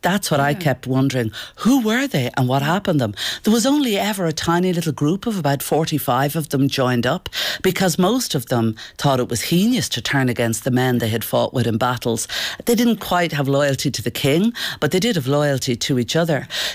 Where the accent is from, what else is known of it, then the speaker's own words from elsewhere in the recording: Dublin, Leinster, Ireland; when I was a kid, I grew up in Rafarnham near St. Enda's Park.